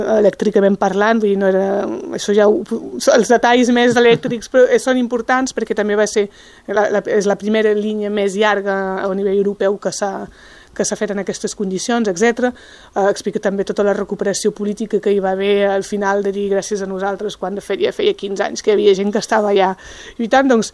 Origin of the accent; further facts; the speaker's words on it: Baó, Occitania, France; Això és perquè sóc de Baó i que m'ha sortit del poble.